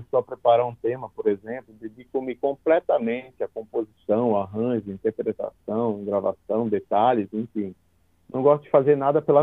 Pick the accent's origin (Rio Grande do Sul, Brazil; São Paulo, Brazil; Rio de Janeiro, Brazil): São Paulo, Brazil; São Caetano do Sul; first language Portuguese; now in São Paulo, Brazil; Sou de São Caetano do Sul. Hoje, aqui em São Paulo, eu moro aqui, né, há um tempo já.